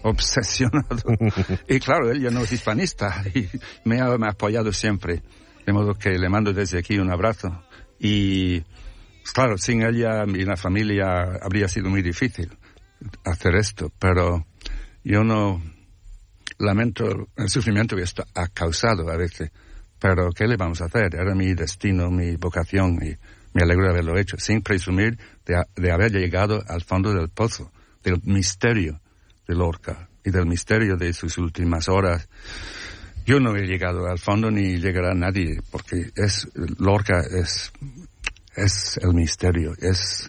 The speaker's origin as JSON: {"language": "Spanish", "country": "Ireland", "said": "yo tengo un poco de alemán, demasiado de inglés, aunque soy irlandés."}